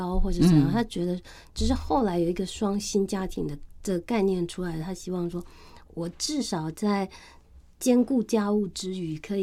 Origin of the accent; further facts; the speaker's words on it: Changhua County, Taiwan; 我是彰化人。